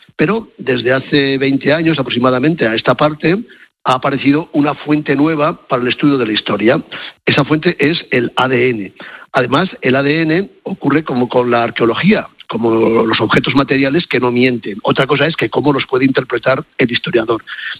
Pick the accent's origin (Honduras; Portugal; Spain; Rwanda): Spain; ya tenemos una secuencia y sabemos quiénes somos los españoles. sabemos de dónde venimos.